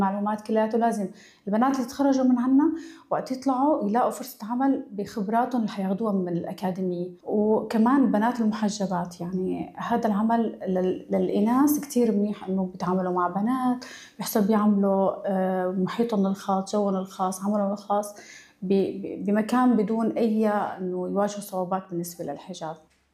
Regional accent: Syria; moved away as an adult; now in Berlin, Germany; من سوريا، صاحبة مركز أكاديمية غالية للتجميل ببرلين. وصلت على ألمانيا بال 2015 وبلشت باللغة

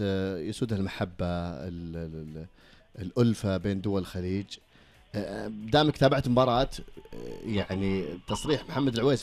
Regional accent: Saudi Arabia; احنا كسعوديين

